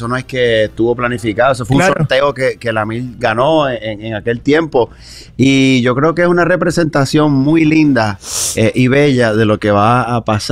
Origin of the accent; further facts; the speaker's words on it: Argentina; nosotros como argentinos no lo vamos a sufrir tanto si lo perdemos.